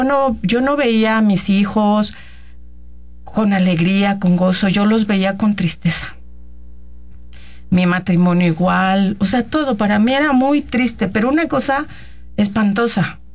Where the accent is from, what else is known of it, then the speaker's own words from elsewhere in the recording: Morelos, Mexico; moved away as an adult; Bueno, yo soy de Morelos, nacida en Morelos y allá es donde yo nací, donde yo me crié.